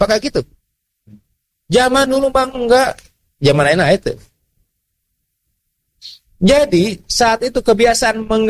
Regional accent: Garut, West Java, Indonesia; born there; Ya, saya lahir di Garutnya.

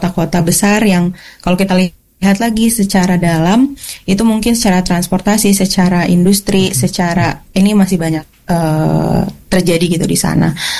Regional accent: Bandung, West Java, Indonesia; kebetulan saya juga warga Bandung, Teh.

